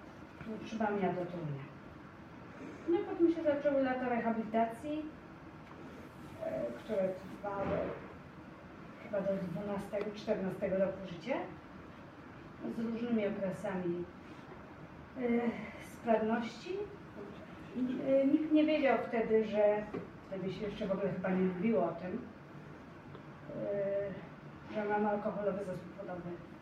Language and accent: Polish; Łódź, Łódź Voivodeship, Poland; No i tata pojechał do Łodzi, bo jestem z Łodzi.